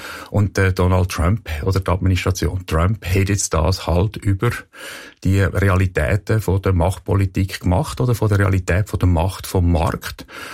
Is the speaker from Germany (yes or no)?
no; Switzerland; als Schweizer, als Europäer.